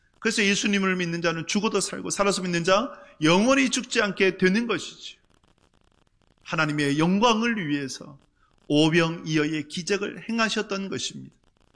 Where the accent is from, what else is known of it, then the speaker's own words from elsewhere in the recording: Cheongsong, North Gyeongsang, South Korea; moved away; 제 고향이 이제 청송이니까